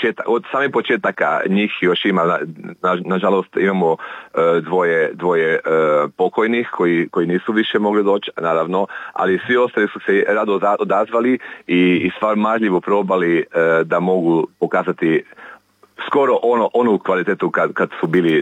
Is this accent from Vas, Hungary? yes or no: yes; Szentpéterfa, Vas, Hungary; kod nas u Petrovom selu